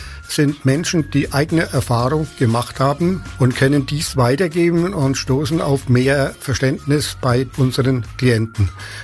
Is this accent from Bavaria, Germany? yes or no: yes; Gefrees, Bavaria, Germany; Ich komme aus Gefrees, bin verheiratet mit der Ecke, habe 2 Kinder und 2 Enkelkinder.